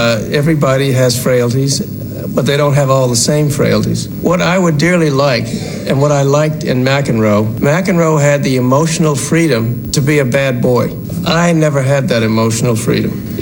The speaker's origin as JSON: {"language": "English", "region": "the South", "country": "United States", "tie": "born there", "said": "So you had to be beyond reproach growing up in the South."}